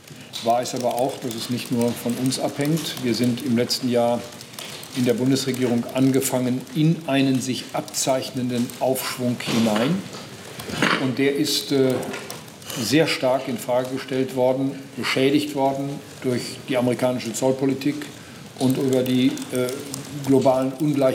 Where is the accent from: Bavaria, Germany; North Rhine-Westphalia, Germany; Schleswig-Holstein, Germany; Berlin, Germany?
North Rhine-Westphalia, Germany; Ich komme aus dem Land Nordrhein-Westfalen.